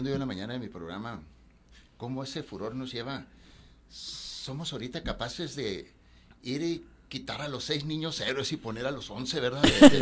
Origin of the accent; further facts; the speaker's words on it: Mexico; La ¿cómo somos los mexicanos? La idiosincrasia, ¿no?